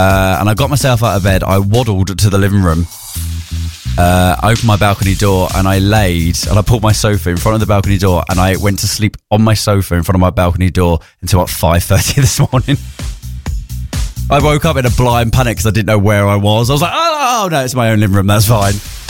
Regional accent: United Kingdom; God, I love us as a British nation

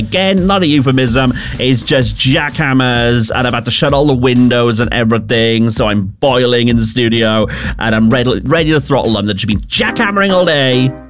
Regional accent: Wales, United Kingdom; I think it comes with the whole being Welsh thing.

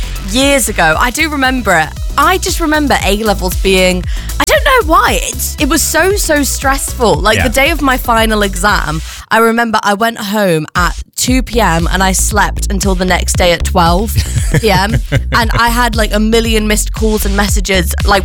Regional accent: London, United Kingdom; Because I'd put in ones in the south of England, because I'm from London.

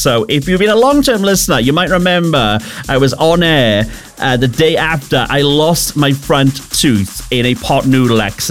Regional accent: Wales, United Kingdom; I'm Welsh.

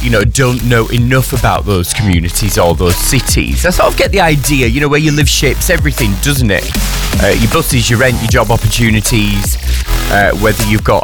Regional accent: England, United Kingdom; accent: northern; Because if you can tell by my accent, I'm not exactly against the idea of more northern things.

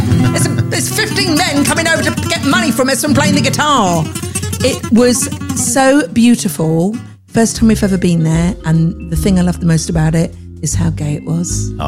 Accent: United Kingdom; being British

